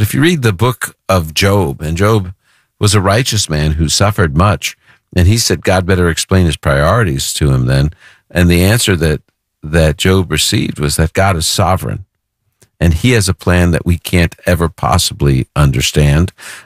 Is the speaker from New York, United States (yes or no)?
yes; New York City, New York, United States; because I'm from Brooklyn.